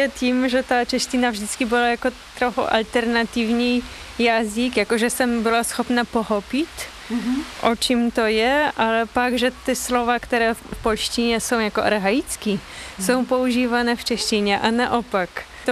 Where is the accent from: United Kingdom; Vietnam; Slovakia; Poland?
Poland; Warsaw, Masovian Voivodeship; born there; Czech is a second language; moved away as an adult; now in Czech Republic; Původem jsem z Polska, z Varšavy.